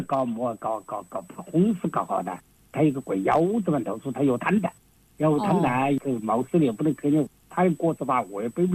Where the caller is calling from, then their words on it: Xiantao, Hubei, China; 我是仙桃羊里面的人。